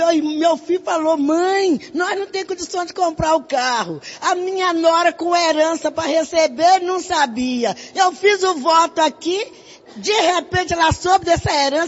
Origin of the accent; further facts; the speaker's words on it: São Paulo, Brazil; Eu venho da Zona Norte, daqui São Paulo.